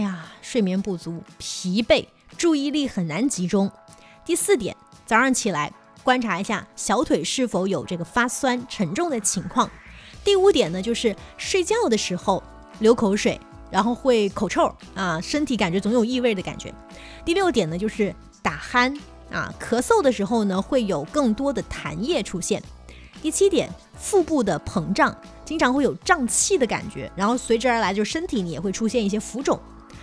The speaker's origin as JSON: {"language": "Chinese", "region": "Guangdong", "country": "China", "said": "就我们广东人懂得都懂啊，"}